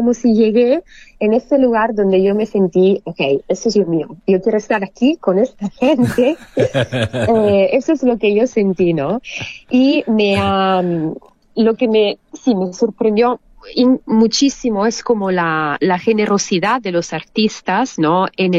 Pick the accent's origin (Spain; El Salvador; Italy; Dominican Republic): Italy; born there; Spanish is a second language; cuando volví a Italia fue bajar al río de mi pueblito, entonces, no de Torino, sino de donde originariamente, donde